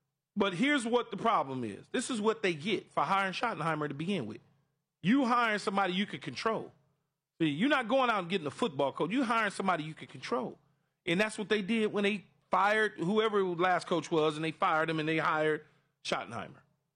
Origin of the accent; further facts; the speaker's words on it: West Coast, United States; And I'm from the West Coast, but it was cool.